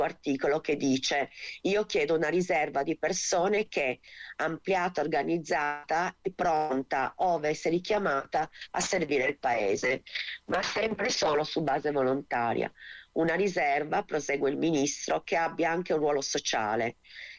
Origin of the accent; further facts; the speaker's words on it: Turin, Piedmont, Italy; qui a Torino, io sono di Torino